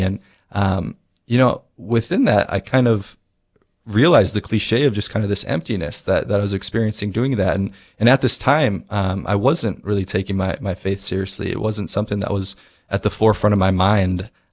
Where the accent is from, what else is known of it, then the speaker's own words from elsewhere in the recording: Fargo, North Dakota, United States; also born or lived in Minneapolis, Minnesota; I'm right here from Fargo, North Dakota. Went to Catholic school through the JP2 network, went to Nativity Elementary and Shanley High School, and I just graduated from the University of Minnesota, Twin Cities in Minneapolis, in May.